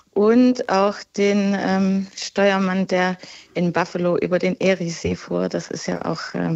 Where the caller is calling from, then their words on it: Leipzig, Saxony, Germany; Ich rufe aus Leipzig an.